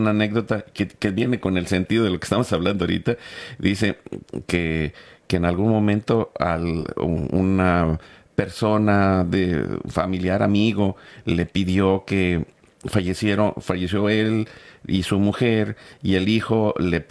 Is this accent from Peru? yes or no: no; Mexico; somos mexicanos